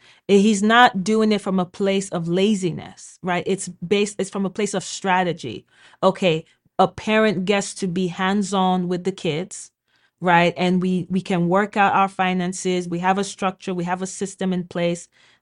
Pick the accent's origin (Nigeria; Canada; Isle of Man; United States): Nigeria; like I'm Nigerian, you know, having a maid and a nanny in Nigeria is, you know, very, very affordable.